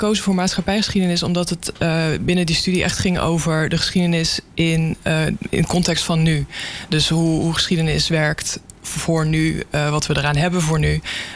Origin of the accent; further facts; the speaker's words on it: Breda, North Brabant, Netherlands; ik ben opgegroeid in Breda.